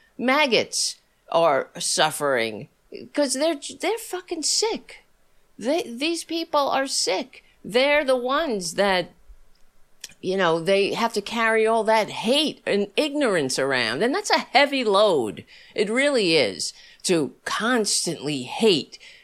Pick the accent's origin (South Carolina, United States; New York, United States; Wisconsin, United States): New York, United States; New York City; I grew up on Staten Island